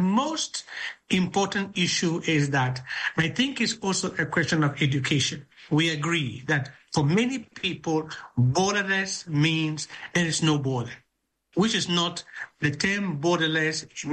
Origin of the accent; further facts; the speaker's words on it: Bawku, Upper East, Ghana; born there; I myself am a Ghanaian and I'm born in the northern part of Ghana. I come from Boku